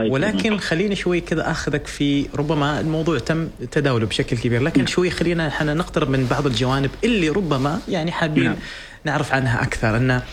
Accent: Oman; إحنا كعمانيين

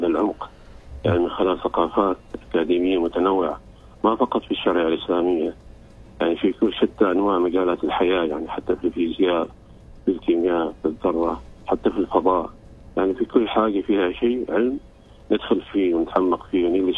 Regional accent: Oman; نحن في عمان

